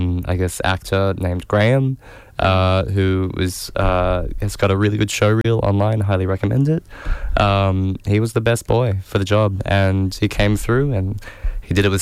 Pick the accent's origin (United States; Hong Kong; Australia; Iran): Australia; Toowoomba, Queensland; my wonderful friend Lily, who I grew up with in Toowoomba